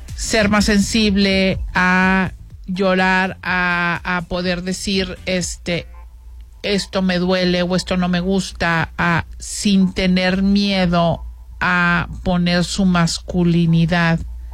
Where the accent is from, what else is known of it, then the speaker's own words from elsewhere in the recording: Mexico; siento que más como sociedad mexicana, todavía tenemos mucho que aprender en ese caminito.